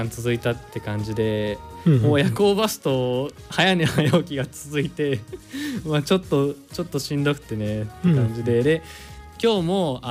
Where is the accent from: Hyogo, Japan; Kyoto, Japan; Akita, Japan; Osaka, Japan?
Hyogo, Japan; now in Ishikawa, Japan; 地元は兵庫ですね。